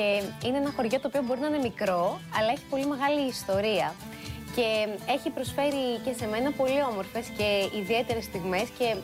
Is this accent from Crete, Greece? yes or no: yes; Crete, Greece; Είναι καταπληκτικά εδώ στο χωριό μου, ε!